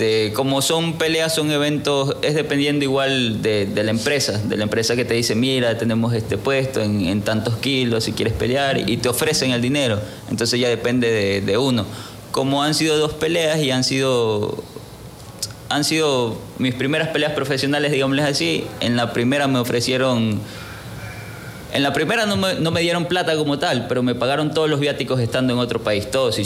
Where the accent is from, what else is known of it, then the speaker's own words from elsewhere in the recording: Ecuador; fuimos algunos ecuatorianos, fuimos como 4 ecuatorianos.